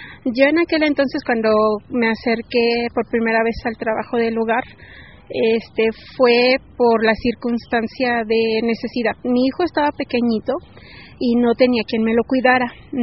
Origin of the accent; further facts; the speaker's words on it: Mexico City, Mexico; Soy de la Ciudad de México.